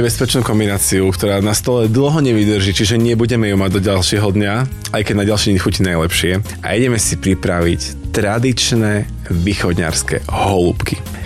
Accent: Holčíkovce, Prešov Region, Slovakia; u nás doma v Holčíkovce sa robia zo sladkej kapusty

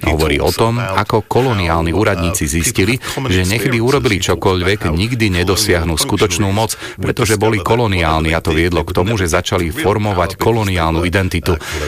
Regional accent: United Kingdom

